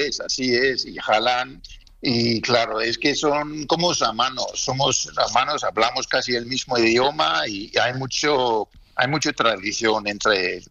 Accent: Spain; now in Denmark; Que mucho suerte desde Dinamarca, un abrazo fuerte. Un abrazo fuerte. Yo soy español.

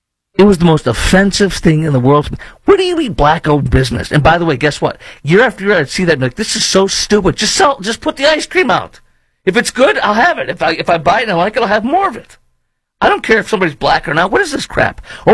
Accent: Illinois, United States; O'Hare. My folks live like 10 minutes from there. And many things that annoy me when I go back to my hometown.

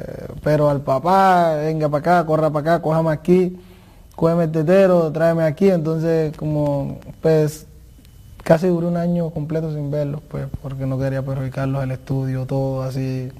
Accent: Cartagena, Bolívar, Colombia; moved away as an adult; now in Abu Dhabi, United Arab Emirates; En San Francisco, el barrio donde yo nací, ¿no? Un barrio muy movido.

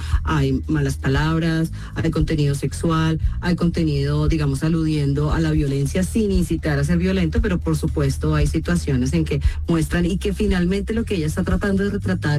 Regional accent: Colombia; Yo sí soy colombiana.

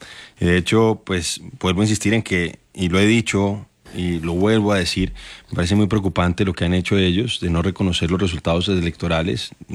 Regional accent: Bogotá, Colombia; Bogotano.

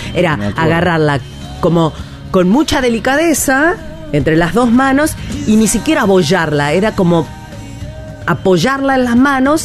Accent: Argentina; Somos argentinos hasta que nos ponen una bandera a mano

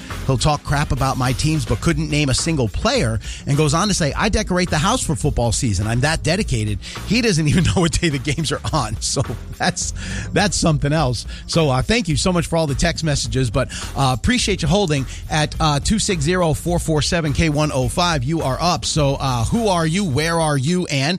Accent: South Bend, Indiana, United States; We've been married now for 13 years, and I grew up in South Bend, and I go to one or two games a year.

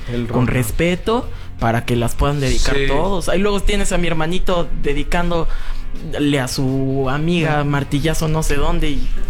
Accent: Pedregal, Mexico City, Mexico; en el Pedregal, entonces pues se nos hizo chistoso.

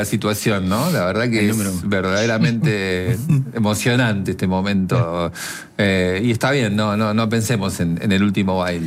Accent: Argentina; soy argentino

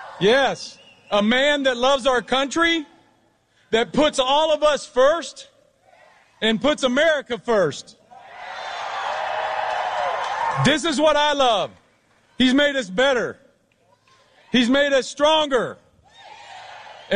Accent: Houston, Texas, United States; I came over from Houston. Houston is my home with my family, but I came over here to see all of you.

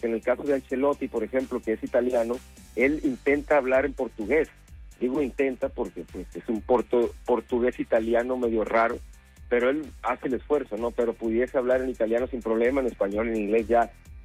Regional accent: Mexico

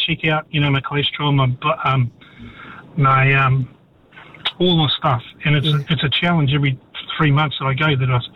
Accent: Northland, New Zealand; And I grew up in Northland, and so I went to school with a lot of Maori.

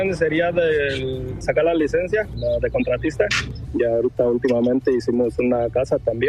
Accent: Michoacán, Mexico

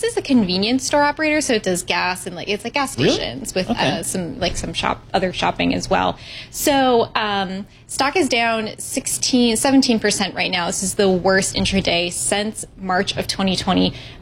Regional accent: Midwest, United States; I'm from the Midwest.

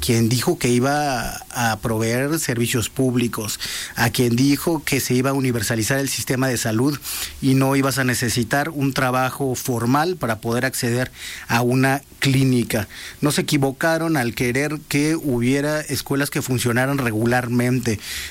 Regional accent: Mexico City, Mexico; born there; Soy un oaxaqueño nacido en Iztapalapa.

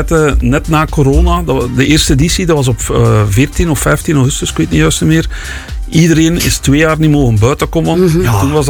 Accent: Ninove, East Flanders, Belgium; 1 dag alles geven. En dat is in mijn thuisstad Nienhoven.

